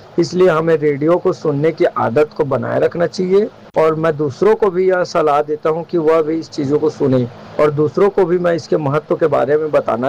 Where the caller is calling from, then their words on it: Raigarh, Chhattisgarh, India; रायगढ़ का रहने वाला हूँ।